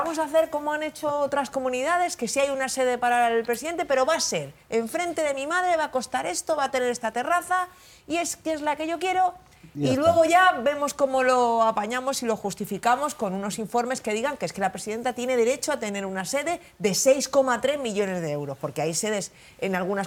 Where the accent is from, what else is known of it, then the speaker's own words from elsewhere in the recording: Madrid, Community of Madrid, Spain; En Madrid yo quiero recordar algo que yo todavía tengo clavado en el corazón como madrileña.